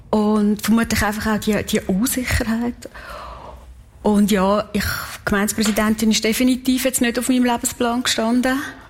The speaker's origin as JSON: {"language": "German", "town": "Kaltbrunn", "region": "St. Gallen", "country": "Switzerland", "tie": "born or raised there"}